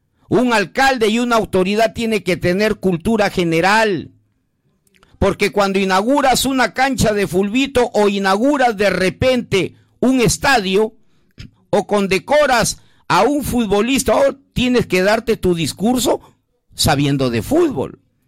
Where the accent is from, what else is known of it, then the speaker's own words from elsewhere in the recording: Batán Grande, Lambayeque, Peru; Pero desde la niñez yo he jugado en el Sportifón de mi tierra, Batangrande, donde yo me crié.